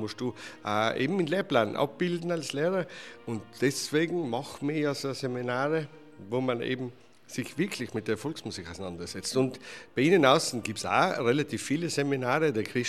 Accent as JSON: {"language": "German", "region": "Tyrol", "country": "Austria", "tie": "born or raised there", "said": "ich bin auf der Alpen aufgewachsen."}